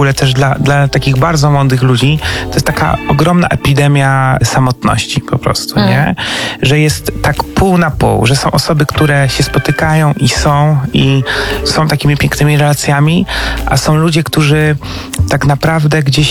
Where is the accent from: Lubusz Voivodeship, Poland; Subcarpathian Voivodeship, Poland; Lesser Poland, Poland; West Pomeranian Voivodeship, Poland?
Subcarpathian Voivodeship, Poland; Jasło; moved away; ja na przykład pochodzę z bardzo małego miasta